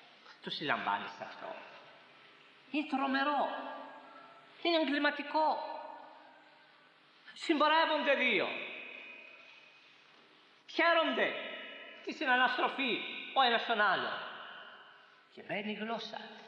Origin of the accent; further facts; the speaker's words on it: Corfu, Ionian Islands, Greece; στο νησί μου στην Κέρκυρα, ξέρουμε λίγο από ψάρια, όλοι οι νησιώτες.